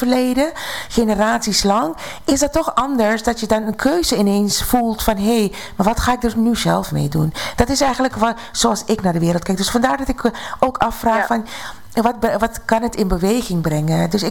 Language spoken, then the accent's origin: Dutch; Suriname; Ik ben dus ook ergens ik ben in Suriname opgegroeid. Tussen alle bevolkingsgroepen.